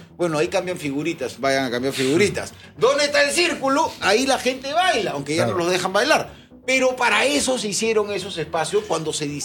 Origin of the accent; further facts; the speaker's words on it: Peru; como somos los peruanos, negocio para el ambulante